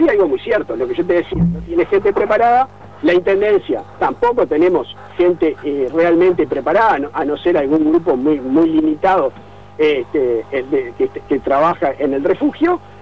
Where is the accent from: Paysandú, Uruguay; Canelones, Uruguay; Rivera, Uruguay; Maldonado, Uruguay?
Maldonado, Uruguay; Lo que somos de Maldonado